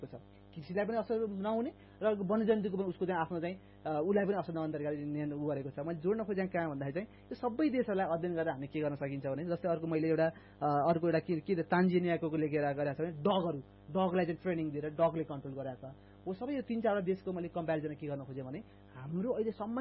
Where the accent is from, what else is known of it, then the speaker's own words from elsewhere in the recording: Karnali Province, Nepal; म एउटा कृषि पढेको छु मेरो घर कर्णाली हो